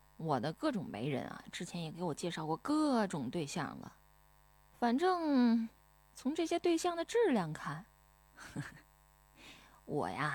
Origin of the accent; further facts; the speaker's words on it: Guangdong, China; 我老家呢又是广东的一个小城市，你也知道小城里的老人这退休以后的日子其实挺无聊的